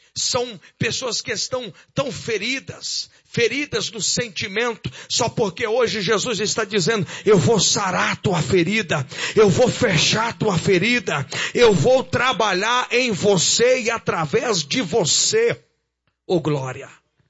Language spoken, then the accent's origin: Portuguese; Goiás, Brazil; moved away; eu sou goiano